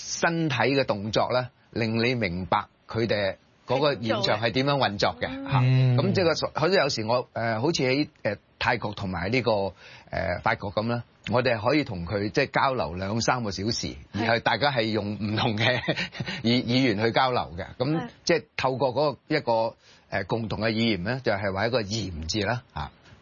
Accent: Hong Kong; 我係嚟自香港，佢哋好開心。

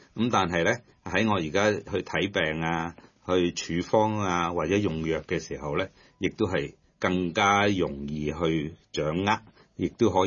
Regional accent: China; 易学其实就是我们中国人的数

